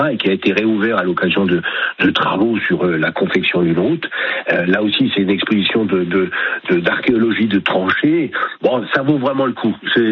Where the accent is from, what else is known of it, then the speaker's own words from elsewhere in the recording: Dannemarie, Grand Est, France; je suis un peu chauvin parce que je suis de Danemarie